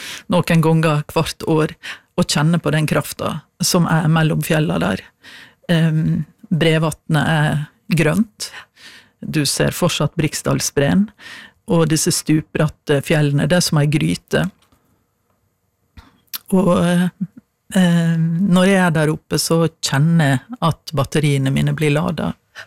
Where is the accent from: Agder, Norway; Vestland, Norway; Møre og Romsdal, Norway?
Møre og Romsdal, Norway; Stranda; stranda jo et eldorado å vokse opp I. Du har fjorden, men du også liksom Sunnmørsalpene, og det jo et massivt fjelllandskap rundt der jeg vokste opp.